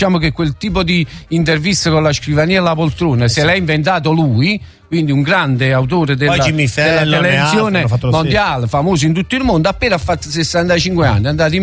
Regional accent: Southern Italy, Italy; noi del sud siamo un po' differenti da quelli del nord

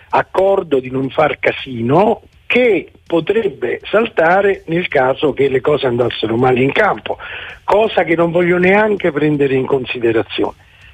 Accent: Rome, Lazio, Italy; Poi comunque voglio dire, crescendo a Roma, amici romanisti, scuola, cioè, però si può cambiare

